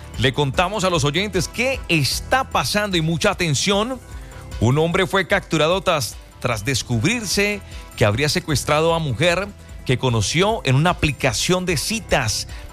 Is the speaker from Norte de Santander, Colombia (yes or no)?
yes; Norte de Santander, Colombia; allá a mí me da tristeza porque es mi tierra